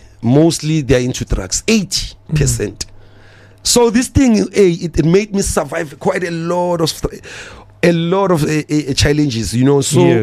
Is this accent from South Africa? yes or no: yes; Soweto, Gauteng, South Africa; I grew up in a township of stars. I was surrounded with a lot of stars, including … Yeah, because I'm from Indofire, Soweto, Middlelands